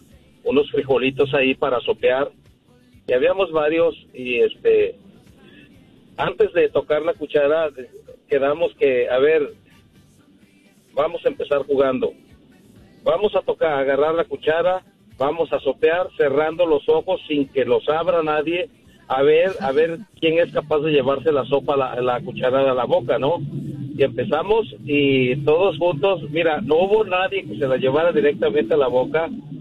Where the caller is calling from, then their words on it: Houston, Texas, United States; de Houston.